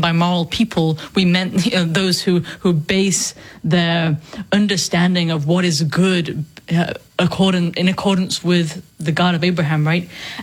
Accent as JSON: {"language": "English", "region": "England", "country": "United Kingdom", "tie": "born or raised there", "moved": "yes", "lives_now": "United States", "said": "I grew up in England, I came over to the United States, and we haven't really dealt with paganism per se."}